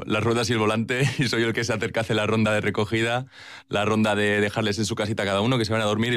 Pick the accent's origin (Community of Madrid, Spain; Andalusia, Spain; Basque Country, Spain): Basque Country, Spain; Galdakao; Yo soy de Galdacao, yo. Yo soy de Galdacostarra